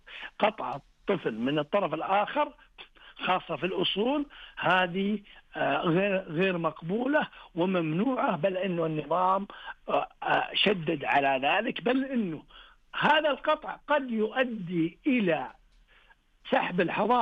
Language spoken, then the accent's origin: Arabic; Saudi Arabia; وعندنا في المملكة العربية السعودية